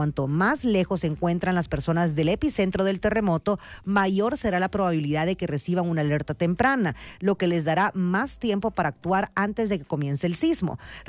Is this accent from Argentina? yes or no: no; El Salvador; Nosotros somos el Valle de las Hamacas, es un país sísmico.